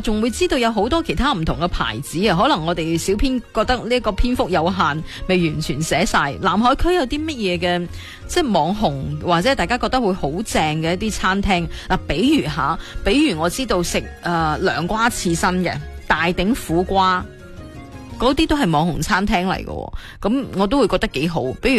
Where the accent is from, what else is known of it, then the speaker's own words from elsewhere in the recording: Guangdong, China; 真系佛山人或者传统广东人啦，我应该系其中一个嚟嘅。